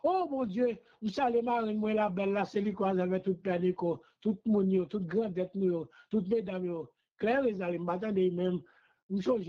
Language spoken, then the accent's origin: French; Haiti; oui, je suis haïtien, je dis ça fort et jusqu'au bout, jusqu'à la dernière jour de ma vie. Je me dis, je vais toujours être haïtien